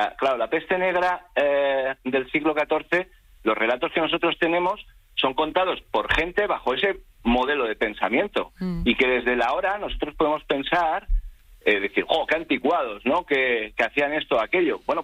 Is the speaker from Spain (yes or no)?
yes; Madrid, Community of Madrid, Spain; yo como madrileño lo digo